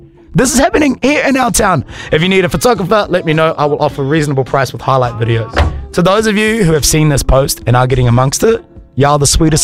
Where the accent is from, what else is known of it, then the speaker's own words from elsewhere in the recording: China; now in Auckland, New Zealand; We are both foreigners and have no friends in Auckland for now. Because we love the city, we're from China, we decided to hold a wedding in Auckland and register our marriage.